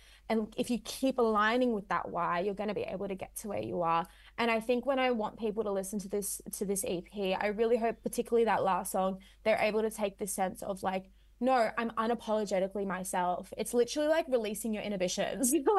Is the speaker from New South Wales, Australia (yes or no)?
yes; Sydney, New South Wales, Australia; Like I never told anyone I was from Western Sydney, and I dyed my hair blonde.